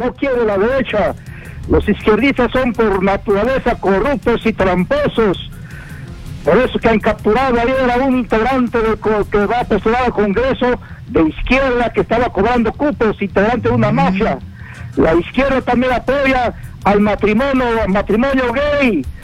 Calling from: Cajamarca, Peru; de Cajamarca.

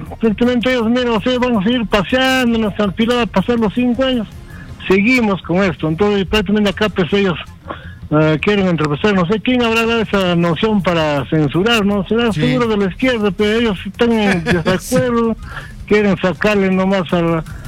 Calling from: Lima, Peru; de Sector Lima.

